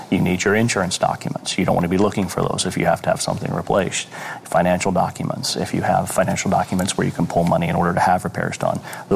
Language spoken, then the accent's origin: English; Midwest, United States; now in Florida, United States; I'm from the Midwest originally, but you see so much fraud down here